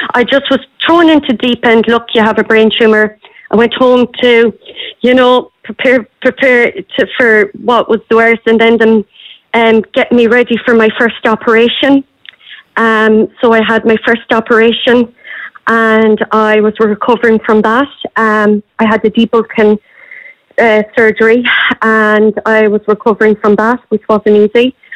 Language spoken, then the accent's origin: English; Crossmolina, Connacht, Ireland; I'm 29 years old and I'm from Crossmarnock, County Mayo.